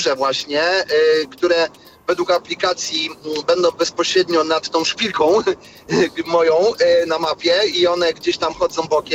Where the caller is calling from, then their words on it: Płock, Masovian Voivodeship, Poland; ja mieszkam w Płocku.